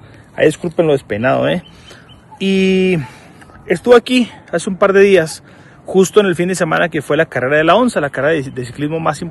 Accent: Creel, Chihuahua, Mexico; lo que pasa aquí en Krill. No niego lo que tú dices, ¿eh? Y nos duele. Me duele mucho lo que dices de mi pueblo

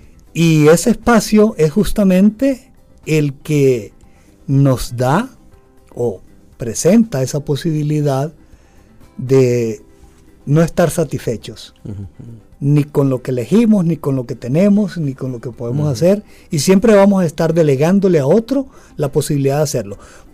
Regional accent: Venezuela; y hablo de Venezuela

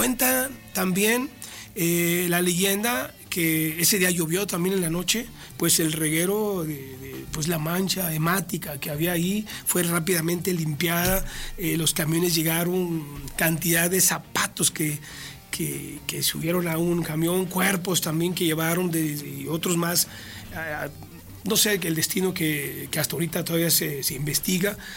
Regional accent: Mexico; uno de los hechos que más han marcado la historia de nuestro México.

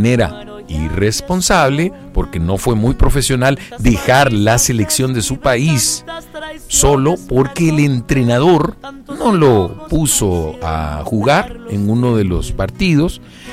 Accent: El Salvador; aunque nosotros no seamos argentinos, que somos salvadoreños, ¿verdad? O somos latinoamericanos

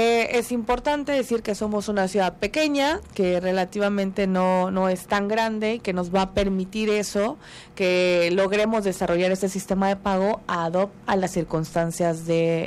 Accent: Tabasco, Mexico; que somos todos los tabasqueños en total

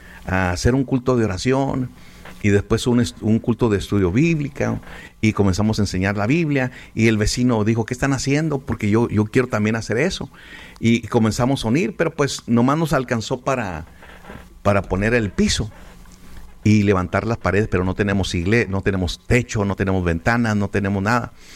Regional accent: San Luis Potosí, Mexico; Es que Dios nos habló a mi esposa y a mí que tenemos que abrir una iglesia en mi pueblito o campo San Luis Potosí.

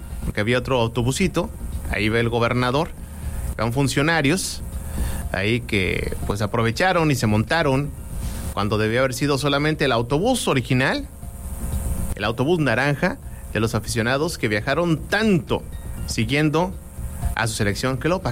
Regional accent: San Nicolás de los Garza, Nuevo León, Mexico; son de allá de San Nicolás, de donde yo soy, también.

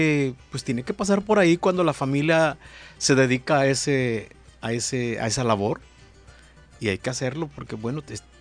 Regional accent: Llano Largo, Mexico; moved away; Soy de Llano Largo, orgullosamente

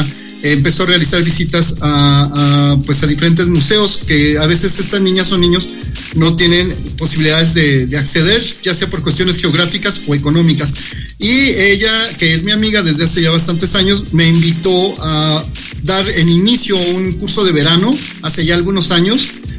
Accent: Naucalpan, State of Mexico, Mexico; now in Iztapalapa, Mexico; aunque yo actualmente resido en Iztapalapa, soy originario de Naucalpan

